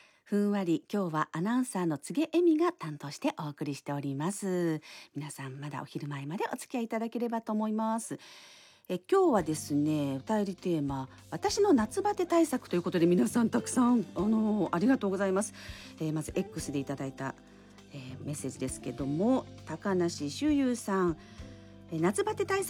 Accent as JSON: {"language": "Japanese", "region": "Aichi", "country": "Japan", "tie": "born or raised there", "said": "愛知県出身なんでね"}